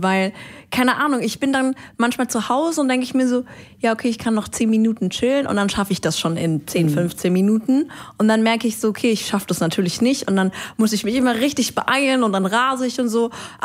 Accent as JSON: {"language": "German", "town": "Karlsruhe", "region": "Baden-Württemberg", "country": "Germany", "tie": "born or raised there", "said": "Ich bin in Karlsruhe aufgewachsen"}